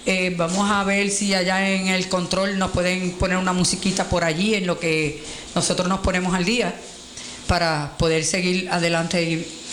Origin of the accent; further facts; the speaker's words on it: Puerto Rico; así somos los puertorriqueños, damos de lo que tenemos.